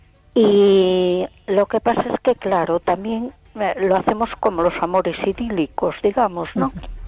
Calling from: A Coruña, Galicia, Spain; de Coruña.

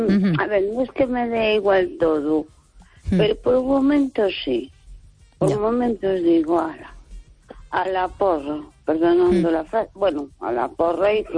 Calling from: A Coruña, Galicia, Spain; Hola, buenas noches. … de Coruña.

